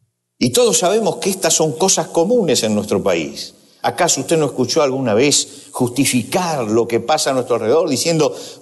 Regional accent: Argentina; es porque como nación no hemos sabido romper como argentinos los yugos de pecado que había en nuestra propia vida.

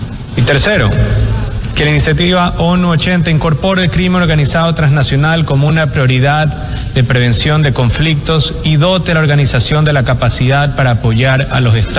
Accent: Ecuador; Hubo un tiempo en que en mi país el miedo tenía más autoridad que la ley. Lo vivieron familias que dejaron de salir de noche. comerciantes que pagaban para poder trabajar, jóvenes a quienes les ofrecía un arma antes que un diploma. Decidimos que ese no sería el destino de Ecuador

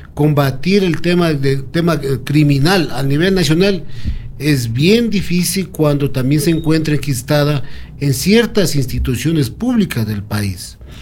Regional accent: Ecuador; todos somos ecuatorianos

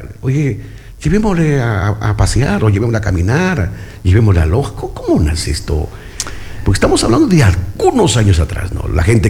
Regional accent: Chuquiribamba, Loja, Ecuador

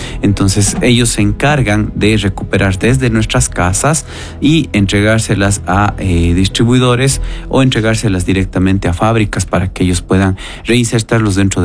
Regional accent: Cuenca, Azuay, Ecuador; ya que soy cuencano

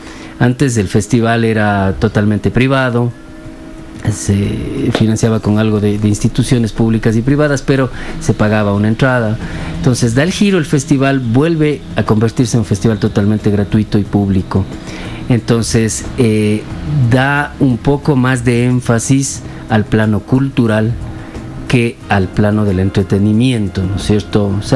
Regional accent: Yunguilla, Azuay, Ecuador; Yo crecí en Yunguilla, prácticamente todas las vacaciones en Yunguilla, y ahí había este punto de encuentro que era La Molienda.

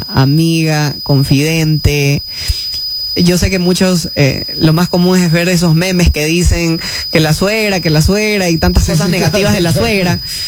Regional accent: Ecuador; como ecuatorianos también tenemos conversaciones de el país.

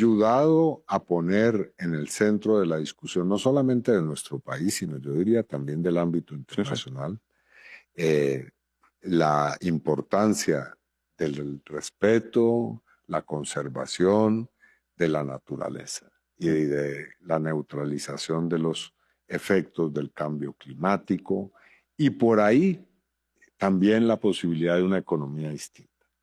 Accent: Colombia

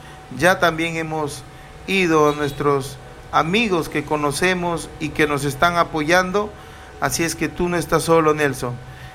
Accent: Túcume, Lambayeque, Peru; yo me comprometo a trabajar con mi pueblo de Túcume

